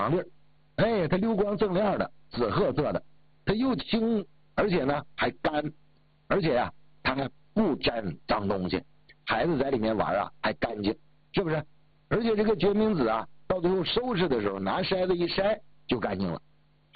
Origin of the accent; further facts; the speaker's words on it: Northeast China, China; 那我记着小的时候在东北，